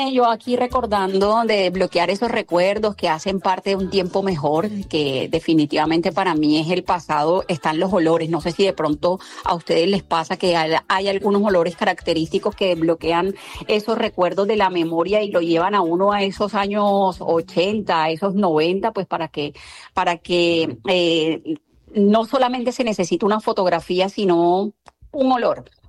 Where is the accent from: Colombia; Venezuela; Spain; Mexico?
Colombia; Barranquilla, Atlántico; cuando lo llevaban a uno al centro de Barranquilla, los que somos del Caribe colombiano